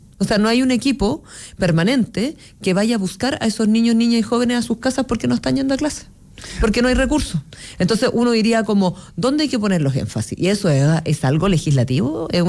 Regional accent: Santiago, Santiago Metropolitan Region, Chile; yo soy de toda la vida de Quinta Normal. Yo nací en Quinta Normal, vivo en Quinta Normal.

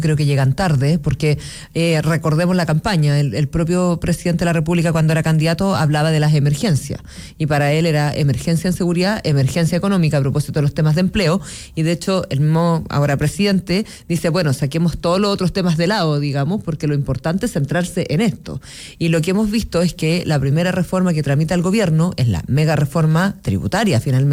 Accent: Santiago, Santiago Metropolitan Region, Chile; yo soy de toda la vida de Quinta Normal. Yo nací en Quinta Normal, vivo en Quinta Normal.

